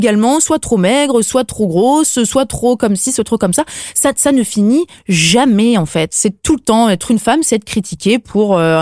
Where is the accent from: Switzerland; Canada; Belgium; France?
France; La Rochelle, Nouvelle-Aquitaine; La Rochelle, qui est ma ville natale, que j'adore.